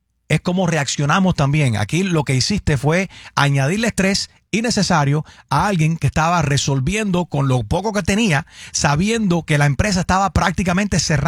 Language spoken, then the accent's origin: Spanish; Puerto Rico; Y soy puertorriqueño.